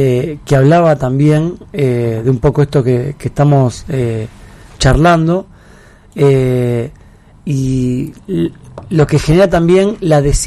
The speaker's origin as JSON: {"language": "Spanish", "region": "Santa Fe", "country": "Argentina"}